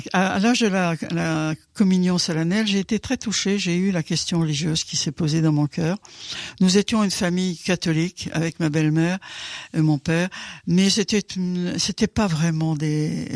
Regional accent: Centre-Val de Loire, France; born there; Je suis une femme … Je suis née dans le Berry, au centre de la France, dans une famille catholique.

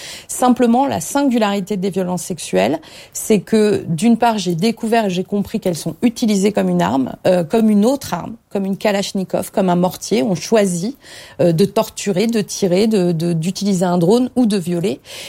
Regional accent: Moulins, Auvergne-Rhône-Alpes, France; j'ai grandi dans le Bourbonnais, qui est en Auvergne, et j'ai grandi à Moulins-sur-Allier, qui est la ville où il y avait la ligne de démarcation entre la zone libre et la zone occupée.

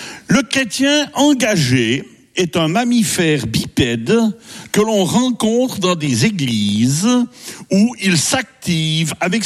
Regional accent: Switzerland; je suis suisse

